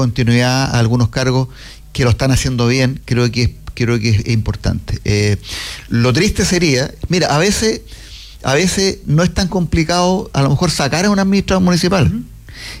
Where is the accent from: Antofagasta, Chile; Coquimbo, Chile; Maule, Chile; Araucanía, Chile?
Maule, Chile; Curicó; No, yo curicano